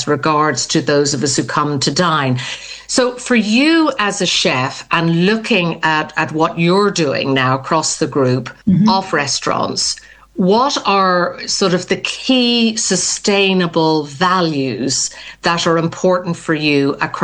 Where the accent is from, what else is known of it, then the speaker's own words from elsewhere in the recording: Ireland; now in Sussex, United Kingdom; I'm Irish.